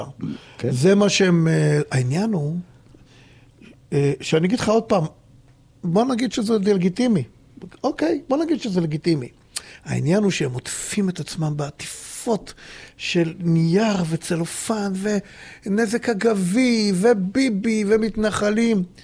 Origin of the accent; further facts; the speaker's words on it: Tel Aviv, Tel Aviv District, Israel; אני גדלתי בדרום תל אביב, והיום אני גם גר בדרום תל אביב